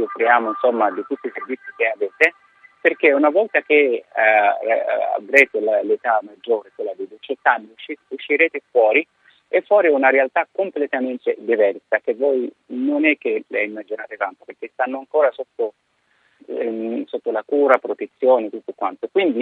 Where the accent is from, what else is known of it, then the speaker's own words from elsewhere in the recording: Egypt; Italian is a second language; moved away as an adult; now in Italy; sono egiziano di origine, quindi sono nato, cresciuto, studiato in Egitto, poi sono venuto in Italia nel 2001